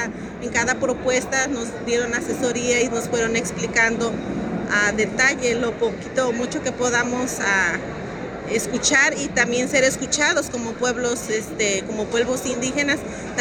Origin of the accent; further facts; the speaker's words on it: Ixhuatlán de Madero, Veracruz, Mexico; vengo de la comunidad de La Pita, municipio de Ixhuatlán de Madero.